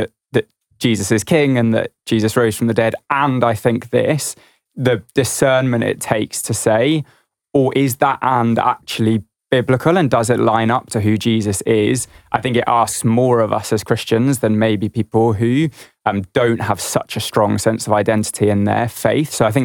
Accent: South Africa; I'm a South African, so I often look at apartheid South Africa

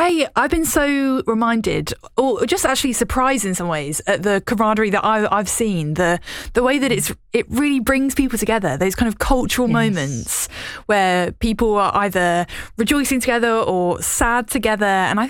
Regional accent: England, United Kingdom; I am English

